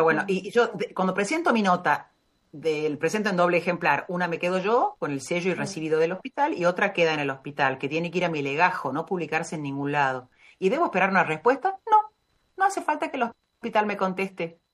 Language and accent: Spanish; Argentina; también en Argentina, en mi país